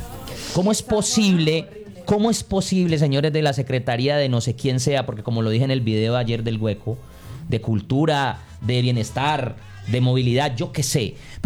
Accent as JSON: {"language": "Spanish", "town": "Cali", "region": "Valle del Cauca", "country": "Colombia", "said": "¿usted no les parece que como caleños no nos podemos quedar solamente?"}